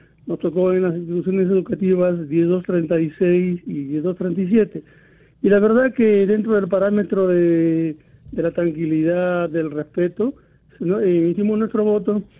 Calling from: Cutervo, Cajamarca, Peru; Desde la bella ciudad de Cutervo

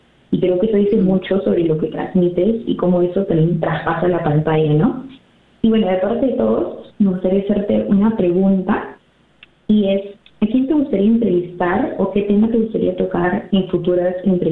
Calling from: Peru; ver tu obra en nuestro hermoso país

